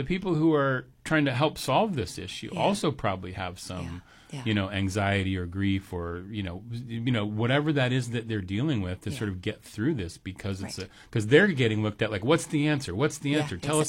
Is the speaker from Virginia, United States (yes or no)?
no; Anchorage, Alaska, United States; now in Juneau, United States; I grew up in Anchorage